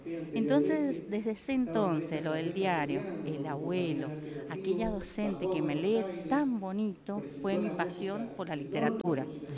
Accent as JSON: {"language": "Spanish", "town": "Chacritas", "country": "Argentina", "tie": "born or raised there", "said": "En Chacritas, sería 15 kilómetros del departamento de La Paz, del otro lado del río Tuyán, que actualmente está seco."}